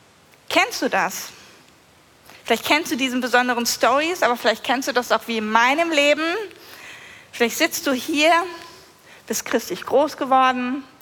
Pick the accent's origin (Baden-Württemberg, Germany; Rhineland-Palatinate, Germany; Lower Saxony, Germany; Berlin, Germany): Lower Saxony, Germany; Ich komme aus der Nähe Hannover